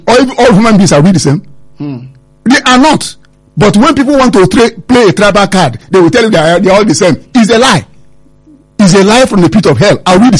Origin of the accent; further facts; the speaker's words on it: Nigeria; I'm a Nigerian.